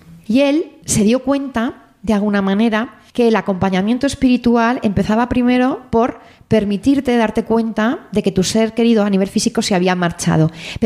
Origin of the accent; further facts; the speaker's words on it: Zaragoza, Aragon, Spain; las jornadas fueron en Zaragoza, en mi tierra